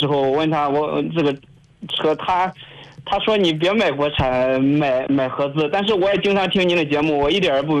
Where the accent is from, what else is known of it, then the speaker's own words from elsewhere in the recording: Tai'an, Shandong, China; 我们泰安这边就是我老家那边，它那个坡度特别多。